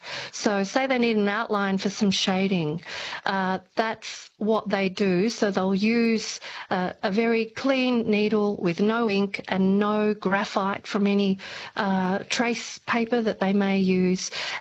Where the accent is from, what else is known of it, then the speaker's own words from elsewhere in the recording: Australia; now in Germany; And in fact, I'm an Aussie. I'm not a German Australian, but, you know, that's okay.